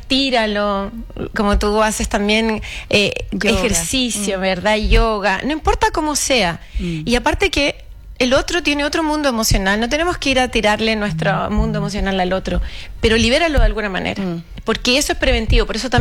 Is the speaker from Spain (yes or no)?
no; Chile; que somos los chilenos